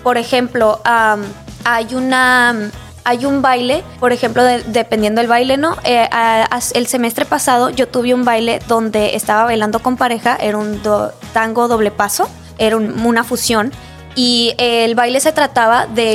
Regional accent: Mexico; es algo que me enorgullece porque pues obviamente soy mexicana.

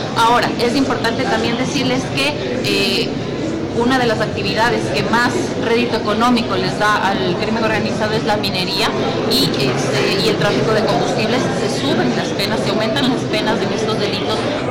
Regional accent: Ecuador; como ecuatorianos nosotros necesitamos que los jueces motiven de mejor

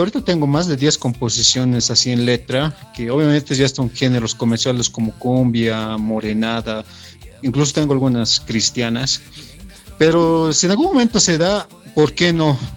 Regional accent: Bolivia; Empecemos a amarnos más como bolivianos

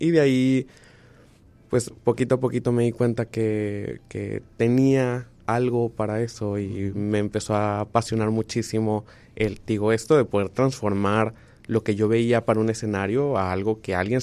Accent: Tijuana, Baja California, Mexico; also born or lived in Hermosillo; Porque mis papás son de Hermosillo y es como... Me gusta honrar ese lado también de mis papás. Fueron, mi hermano mayor es de aquí de Tijuana, fueron a Hermosillo, me tuvieron y se regresaron prácticamente.

